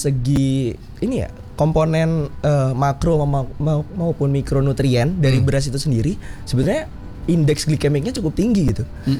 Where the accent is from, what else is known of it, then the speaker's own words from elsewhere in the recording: Jember, East Java, Indonesia; saya dari Jember, Jawa Timur, untungnya mungkin ya terkait pangan lokal ini bagi saya sendiri masih